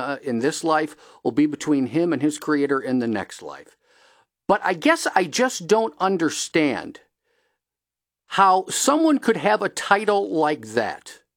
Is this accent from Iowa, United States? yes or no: no; Ohio, United States; You know, I have one thing in common with Jed York. We're both from Ohio, and that's where it starts and stops.